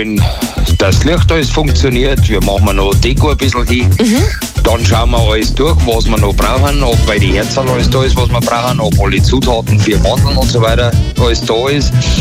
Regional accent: Bavaria, Germany; ich darf auf die schönsten Feste, die es bei uns in Bayern gibt, hinfahren.

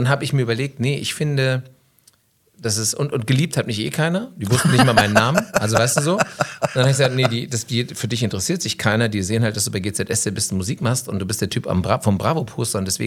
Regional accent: Hesse, Germany; accent: Hessian; ich babbel hessisch

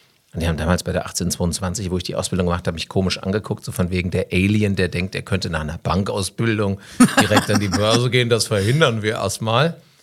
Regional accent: Hesse, Germany; also born or lived in Hanau / Bad Homburg / Bad Vilbel / Frankfurt; Ich bin in Hanau geboren, aber wirklich auch nur geboren und aufgewachsen in Bad Homburg und Bad Vilbel. Mhm. Zwischenzeitlich habe ich auch mal in Frankfurt gelebt, in Sachsenhausen. Aber ich bin wieder rausgezogen jetzt mit der Familie nach Bad Vilbel

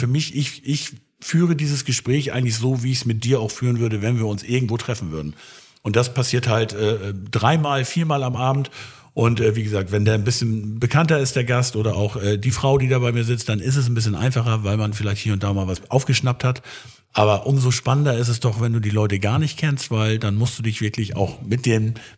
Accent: Northern Germany, Germany; Du kommst ja aus Frankfurt, ich komme ja aus dem Hohen Norden, aber ich bin ja in Hessen auch nicht ganz unbewandert.

